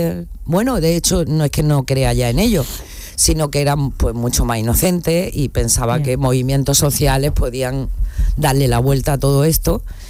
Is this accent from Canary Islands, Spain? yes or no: no; La Zubia, Andalusia, Spain; born or raised there